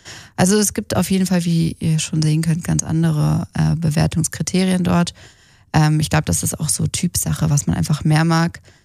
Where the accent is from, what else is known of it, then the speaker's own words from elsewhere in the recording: Germany; als Deutscher ist es auch erst ein bisschen abschreckend, weil es schon ganz anders ist als so in Deutschland.